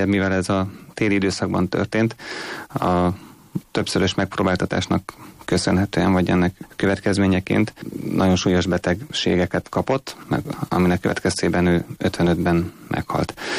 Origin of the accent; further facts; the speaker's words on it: Hungary; born there; Én 72-ben születtem, úgyhogy én már tulajdonképpen az itteni közös létüknek a gyümölcse vagyok.